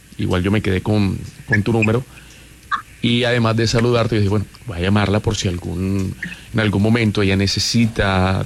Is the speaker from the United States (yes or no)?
no; Barranquilla, Atlántico, Colombia; Yo soy de aquí de Barranquilla.